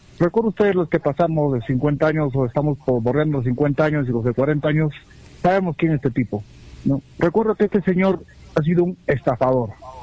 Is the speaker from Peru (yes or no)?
yes; Arequipa, Peru; yo crecí como … Arequipa, yo crecí en la casa de mi abuela, mi bisabuela, que es arequipeña